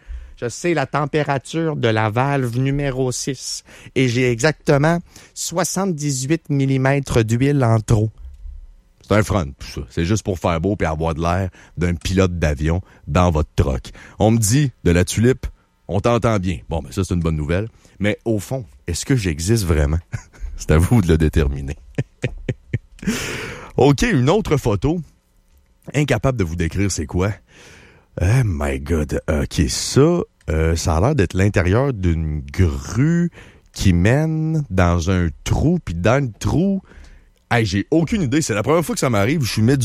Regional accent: Quebec, Canada; Puis je vous aime, j'en fais partie. Je suis un Québécois, je fais partie du peuple.

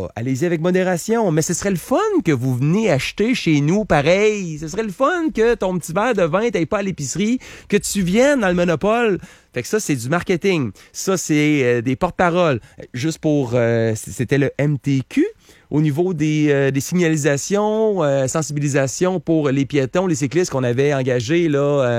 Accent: Quebec City, Quebec, Canada; Là, je dis, OK, je viens du Canada, je viens de Québec.

